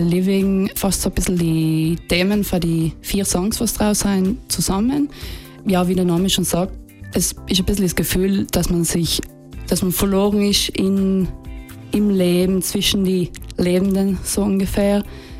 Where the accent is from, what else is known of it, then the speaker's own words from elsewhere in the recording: Bruneck, Trentino-Alto Adige, Italy; ich bin aus Bruneck, aus Aufhofen eigentlich. Ich bin Grundschullehrerin, ich bin 28 Jahre alt